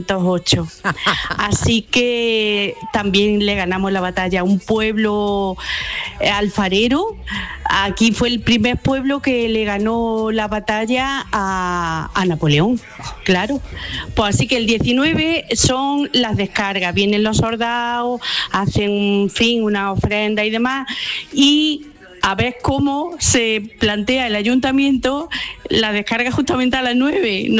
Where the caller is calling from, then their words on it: Bailén, Andalusia, Spain; aquí en Bailén